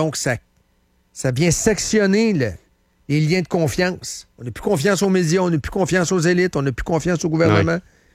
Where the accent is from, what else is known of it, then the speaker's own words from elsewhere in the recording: Canada; Moi aussi, j'ai droit. Moi, je suis un Canadien.